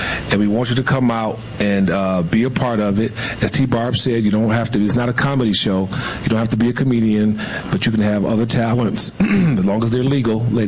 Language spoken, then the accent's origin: English; Detroit, Michigan, United States; And as they say, I'm from Joy Road. Exit 9, they'd be like, I ain't from that part of Joy where I'm from down.